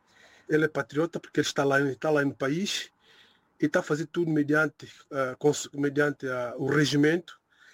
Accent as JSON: {"language": "Portuguese", "country": "São Tomé & Príncipe", "moved": "yes", "said": "como São Tomense, como alguém que deseja um dia regressar ao meu país, dar o meu contributo."}